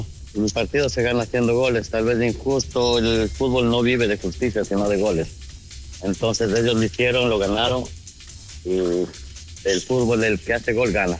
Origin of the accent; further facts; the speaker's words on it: Ecuador; Como buen ecuatoriano, como amante de mi país